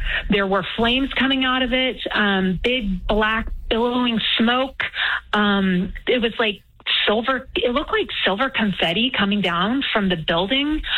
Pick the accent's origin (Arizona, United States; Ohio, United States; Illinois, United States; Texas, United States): Texas, United States; Houston; moved away as an adult; also born or lived in New York City; I'm originally from Houston, Texas.